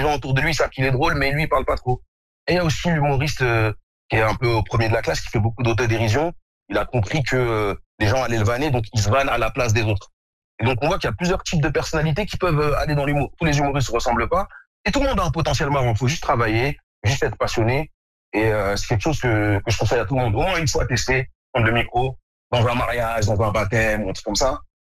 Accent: Morocco; parce que moi je suis marocain mais je suis aussi noir.

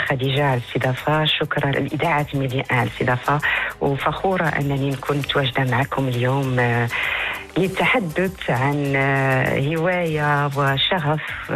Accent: Morocco; لأنه إحنا كان حاضروا من مناطق جنوبية، فكان دائما في الصغر ديالنا كانوا العطل الصيفية كان مشيوا كان لعبوا في تحت الجبال أنا والإخوان.

